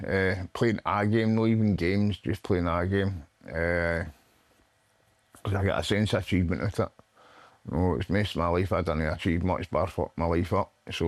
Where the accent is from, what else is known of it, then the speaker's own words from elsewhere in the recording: Ardrossan, Scotland, United Kingdom; This is Ardrossan Beach, South Beach, just along the road from where I stay. I walk this beach quite a bit. That's my hometown.